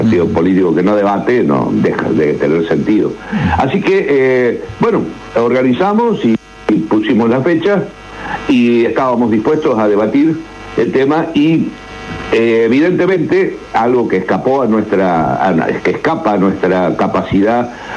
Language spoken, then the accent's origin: Spanish; Islas del Ibicuí, Entre Ríos, Argentina; Yo soy de Islas del Ibicuí.